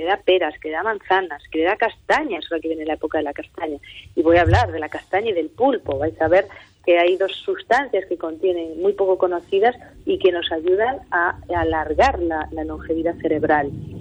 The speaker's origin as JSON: {"language": "Spanish", "area": "Ourense", "region": "Galicia", "country": "Spain", "said": "siendo gallegos y siendo orense"}